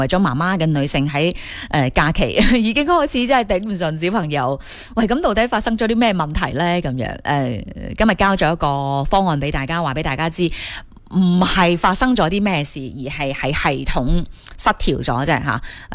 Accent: Guangdong, China

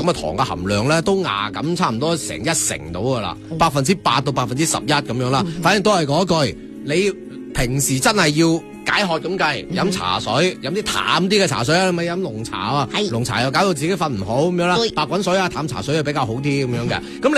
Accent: Guangdong, China; 我哋老廣

